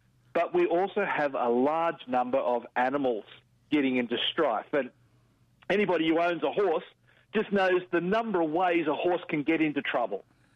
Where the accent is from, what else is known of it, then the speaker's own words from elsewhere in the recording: New South Wales, Australia; I have been doing rescue in my little patch for over 40 years. So I'm from New South Wales. So I'm in an area northwest of Sydney called the Hawkesbury.